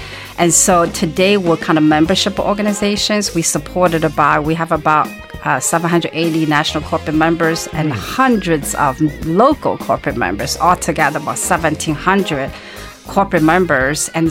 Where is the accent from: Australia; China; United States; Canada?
China; English is a second language; So I was born and raised in China during the Cultural Revolution.